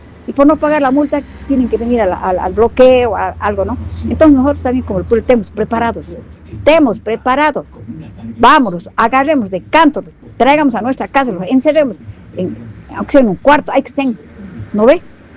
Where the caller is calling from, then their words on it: Tolomosa, Tarija, Bolivia; yo vengo del campo, vengo de Tolomosa, tengo mi familia allá.